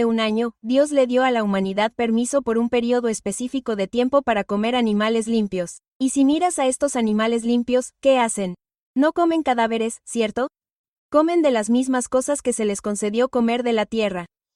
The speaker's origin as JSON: {"language": "Spanish", "country": "Puerto Rico", "said": "Soy de Puerto Rico, y eso es lo que comemos. Esos son los manjares que tenemos como isla."}